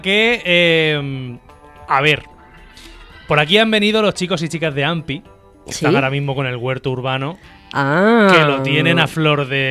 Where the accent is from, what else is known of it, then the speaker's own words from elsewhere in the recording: Cieza, Region of Murcia, Spain; Soy de Cieza y no me gustan los melocotones.